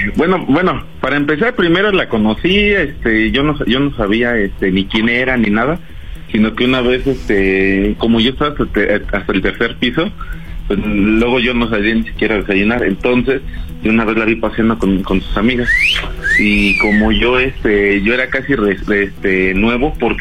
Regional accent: Mexico City, Mexico; Tengo 24 años y soy aquí de la Ciudad de México.

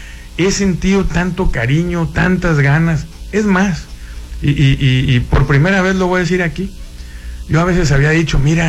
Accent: Sinaloa, Mexico; Antes que priista, soy sinaloense. Y yo toda mi vida he sido priista y le pido a Dios morir priista, pero antes que priista soy sinaloense

